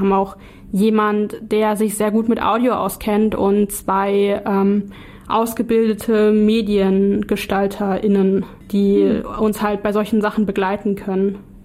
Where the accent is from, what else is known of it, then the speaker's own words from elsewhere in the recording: Erfurt, Thuringia, Germany; Also ich bin zwar in Erfurt groß geworden